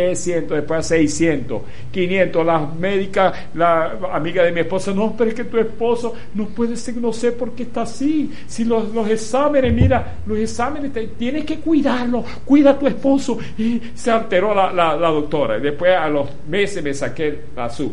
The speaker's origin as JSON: {"language": "Spanish", "country": "Venezuela", "said": "porque así somos los venezolanos"}